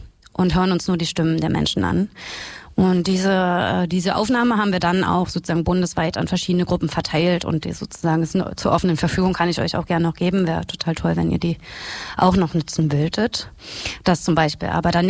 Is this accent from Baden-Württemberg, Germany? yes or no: no; Brandenburg, Germany; bin eigentlich Brandenburgerin und bin aber auch in so einer kleinen Stadt wie diese hier aufgewachsen.